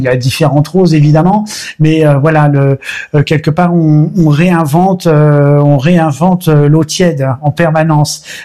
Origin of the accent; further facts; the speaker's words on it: Toulon, Provence-Alpes-Côte d'Azur, France; now in Belgium; Et sinon, ben voilà, j'ai une enfance plutôt française. Je suis né à Toulon.